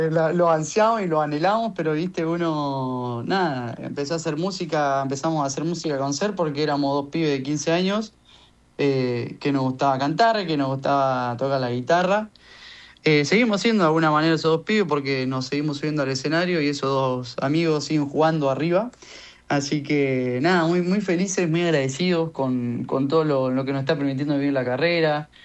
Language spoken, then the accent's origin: Spanish; San Pedro, Buenos Aires Province, Argentina; Ahora estoy en mi ciudad, en San Pedro.